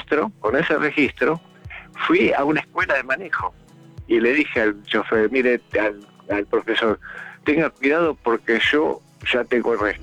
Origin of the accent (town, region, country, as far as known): Almagro, Buenos Aires, Argentina